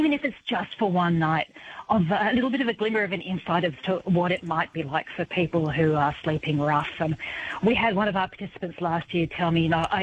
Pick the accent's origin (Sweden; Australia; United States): Australia; Wollongong, New South Wales; So, for instance, in my hometown of Wollongong